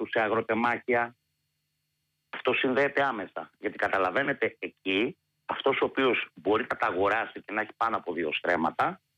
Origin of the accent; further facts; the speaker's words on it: Central Greece, Greece; στην πατρίδα μου την Εύβοια.